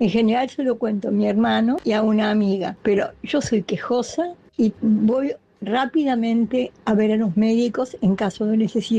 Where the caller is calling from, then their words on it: Buenos Aires, Argentina; del barrio de Belgrano.